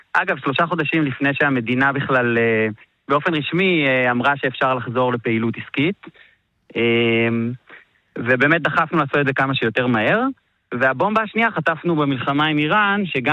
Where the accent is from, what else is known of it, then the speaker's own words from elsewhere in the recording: Beit Hillel, Northern District, Israel; אני נולדתי בצפון, במושב בית הלל, כל החיים כאן